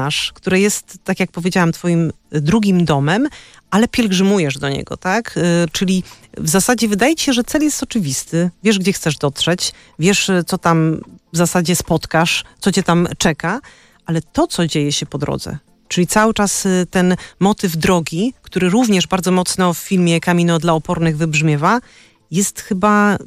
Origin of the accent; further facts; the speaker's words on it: Częstochowa, Silesian Voivodeship, Poland; Ja tak o te Częstochowe pytam nie bez kozery, bo jestem sama częstochowianką, co też powoduje, że z jednej strony Jasna Góra jest jak mój drugi dom, tak?